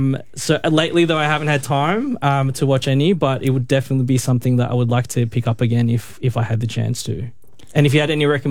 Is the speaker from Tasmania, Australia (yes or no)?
no; Melbourne, Victoria, Australia; I grew up in the West Side.